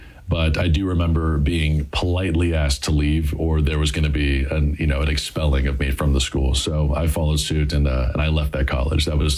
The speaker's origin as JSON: {"language": "English", "town": "Douglasville", "region": "Georgia", "country": "United States", "tie": "born or raised there"}